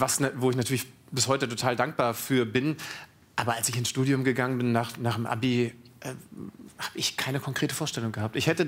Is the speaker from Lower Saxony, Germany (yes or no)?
yes; Lower Saxony, Germany; born or raised there